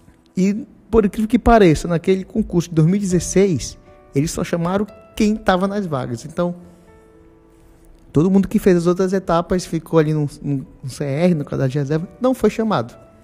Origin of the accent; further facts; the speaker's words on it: Belém, Pará, Brazil; moved away; A minha família toda é de Belém, né? Meu pai, minha mãe, minha irmã, todo mundo. A gente veio de Belém, do Pará, e a gente ainda tem alguns familiares lá, né? E é nossa raiz, né? É lá.